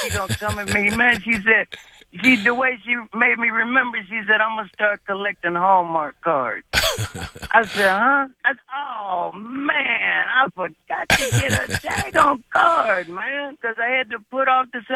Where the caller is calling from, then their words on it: Florida City, Florida, United States; I'm calling from Florida City, Florida.